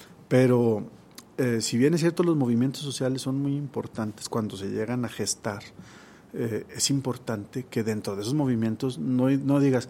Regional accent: Mexico

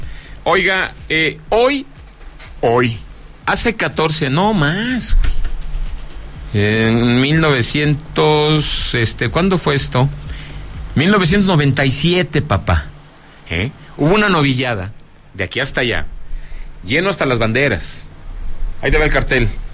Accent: Zacatecas, Mexico; Bienvenido a mi tierra, Zacatecas.

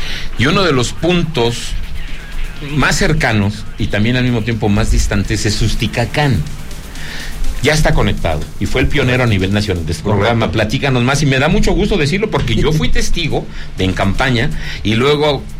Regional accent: Zacatecas, Mexico; Amigo querido, buenas tardes, bienvenido a mi tierra Zacatecas.

